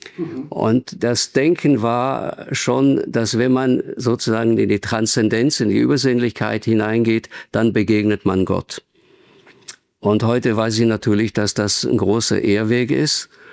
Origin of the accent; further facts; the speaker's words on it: Zurich, Switzerland; Ja, ich bin ja in der Schweiz aufgewachsen, in der Nähe von Zürich.